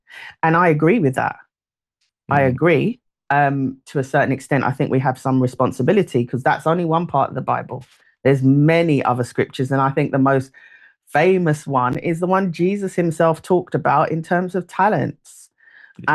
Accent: London, United Kingdom; I did not grow up with a silver spoon in my mouth. I grew up in Peckham and Brixton and tough areas.

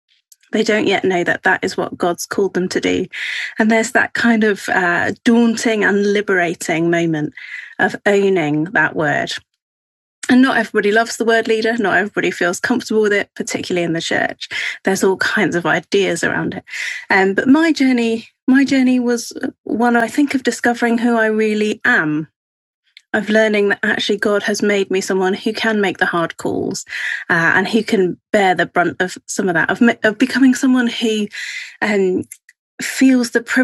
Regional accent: New Zealand; moved away; so I grew up in New Zealand where everyone had a bit of a can-do attitude. And when we came to England, I found lots of people who were like, just a little bit more passive.

